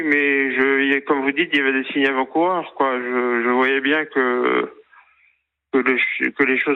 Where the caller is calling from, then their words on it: Vannes, Brittany, France; J'habite à Vannes, dans le Morbihan.